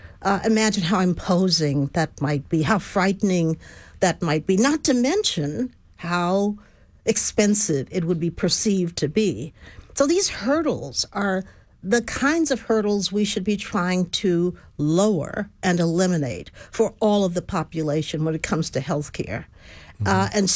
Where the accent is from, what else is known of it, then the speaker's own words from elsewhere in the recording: Houston, Texas, United States; I was born right here in Texas and grew up in Fifth Ward, and that was a world apart from the rest of the city.